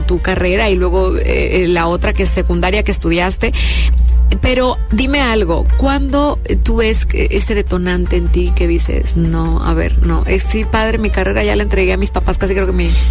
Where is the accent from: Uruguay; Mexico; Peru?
Mexico; Monterrey, Nuevo León; desde mi tierra, desde Monterrey. Digo desde mi tierra porque, bueno, estamos haciendo este programa desde Monterrey